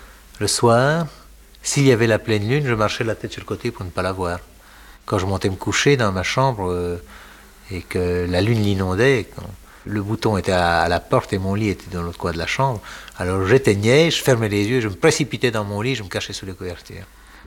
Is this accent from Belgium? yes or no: yes; Brussels, Belgium; born there; also born or lived in Paris; D'abord à Paris, puis à Bruxelles, où ma mère avait fait ses études avant la guerre. Et c'est comme ça que j'ai été élevé en Belgique.